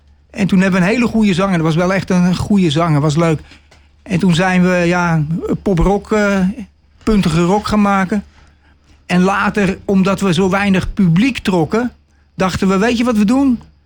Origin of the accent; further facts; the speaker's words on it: Vianen, Utrecht, Netherlands; Er trad een hele leuke band op Koningsdag in het stadje Vianen, waar ik vandaan kwam.